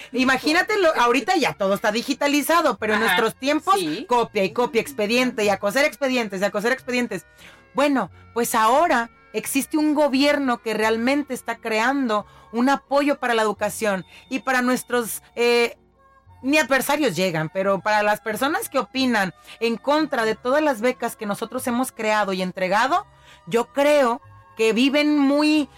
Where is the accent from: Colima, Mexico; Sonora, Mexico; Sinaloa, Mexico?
Colima, Mexico; lo que somos las personas de Colima